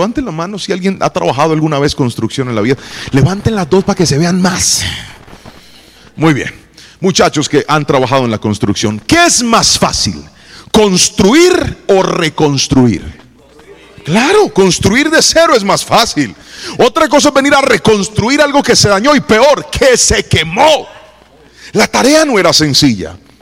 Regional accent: Colombia

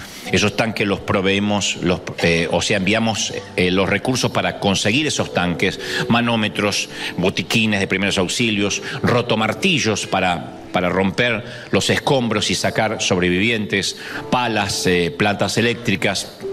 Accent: Argentina; born there; moved away; A veces yo publico algo por mi país natal y se enojan, dice, pero ustedes los argentinos agrandados porque compraron el mundial

